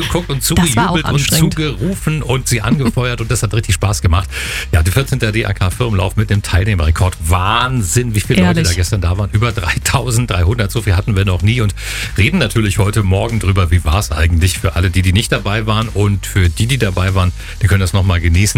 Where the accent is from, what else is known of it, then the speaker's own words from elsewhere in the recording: Brandenburg, Germany; Also ich bin Lausitzer.